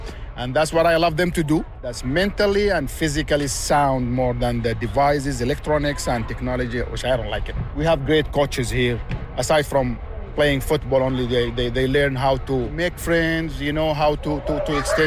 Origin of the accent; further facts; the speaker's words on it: Sudan; now in Kelowna, Canada; I'm from Sudan.